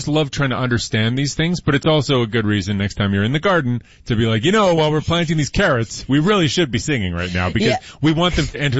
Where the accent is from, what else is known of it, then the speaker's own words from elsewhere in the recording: Edmonton, Alberta, Canada; I'm from Edmonton